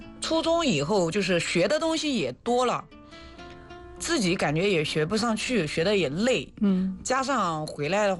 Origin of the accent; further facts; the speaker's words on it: Tongling, Anhui, China; 来自于安徽的铜陵。